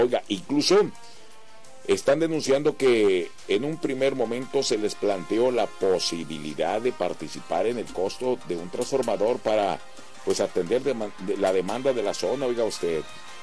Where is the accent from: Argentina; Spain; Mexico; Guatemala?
Mexico; Bahía de Banderas, Nayarit; Somos de acá de Bahía de Banderas.